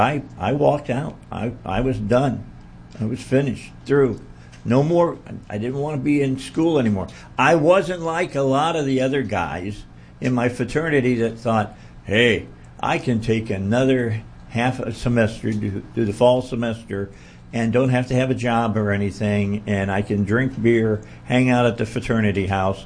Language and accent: English; Midwest, United States; I grew up in the United States when California still was a great state.